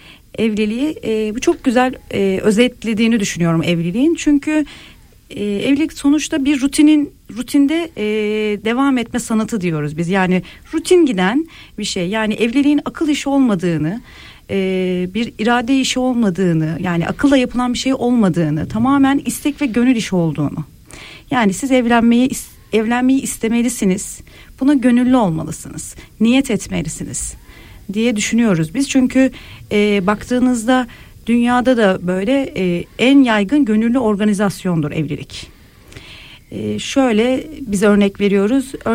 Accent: Sivas, Turkey; Sivaslıyız.

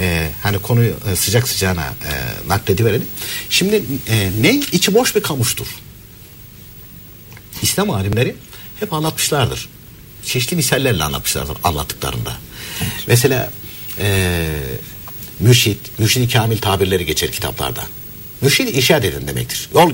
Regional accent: Konya, Turkey; Ben de Konyalıyım.

